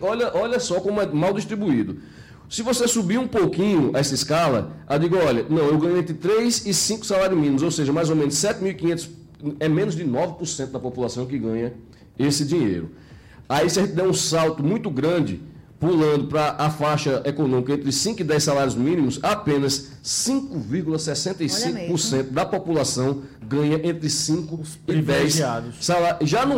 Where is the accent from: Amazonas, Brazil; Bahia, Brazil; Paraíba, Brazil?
Paraíba, Brazil; Campina Grande; nós somos de Campina Grande